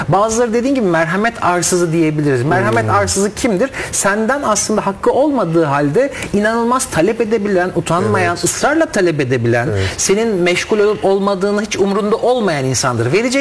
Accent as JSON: {"language": "Turkish", "region": "Ankara", "country": "Turkey", "tie": "born or raised there", "moved": "yes", "said": "Ankara memleketim."}